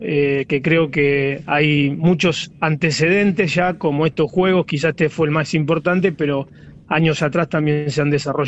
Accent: Santa Fe, Argentina; Como santafesinos, pero también lo que pudo exhibir la República Argentina

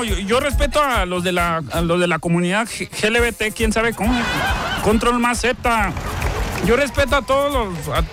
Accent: Madera, Chihuahua, Mexico; yo como un caballero que soy, así me criaron ahí en Madera de Chihuahua.

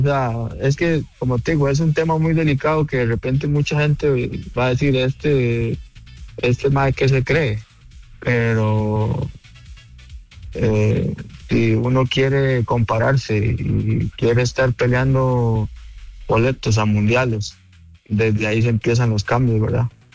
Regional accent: Costa Rica; moved away; yo soy tico, mi corazón está partido

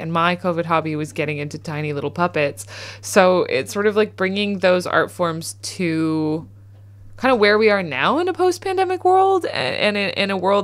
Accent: Saskatchewan, Canada; Yeah, so I'm from Saskatchewan, which is the boring flatbed of Canada

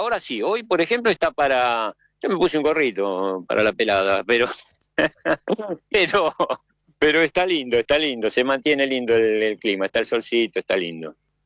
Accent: Argentina; moved away; Yo acá y tenemos un grupito de argentinos de los viejos, de los años que vine yo. Yo vine en el 85, sí.

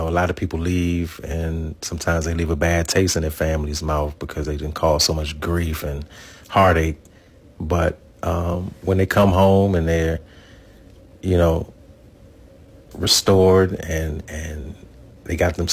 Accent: District of Columbia, United States; I would like it to leave an impact, especially where I'm from. And I know I said the DMV, but I was born and raised in Uptown Northwest

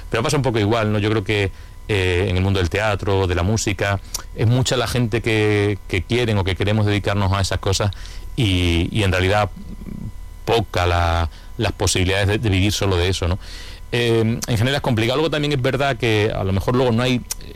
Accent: Plasencia, Extremadura, Spain; los placentinos tendremos a ser como muy críticos con Plasencia

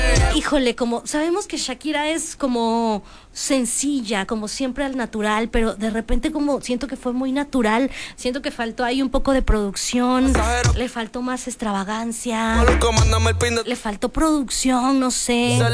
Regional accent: Mexico

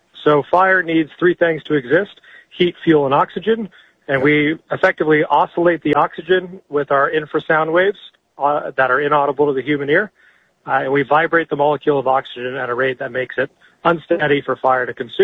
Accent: Altadena, California, United States; Early on, I witnessed the LA fires in my hometown of Altadena, and in looked at that devastation.

